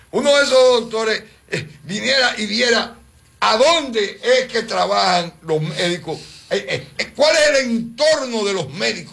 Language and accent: Spanish; San Pedro de Macorís, Dominican Republic; yo todavía lo defiendo y hablo mentira fuera de aquí para hablar de mi pueblo